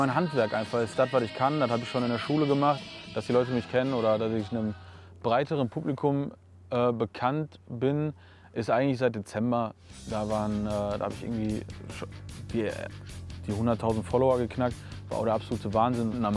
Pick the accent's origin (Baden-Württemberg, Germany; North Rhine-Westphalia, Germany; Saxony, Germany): North Rhine-Westphalia, Germany; Ich bin hier aufgewachsen, ich habe die Sprache mitgekriegt, ich habe das Ruppige mitgekriegt und ich will den Leuten das einfach zeigen und nach außen tragen.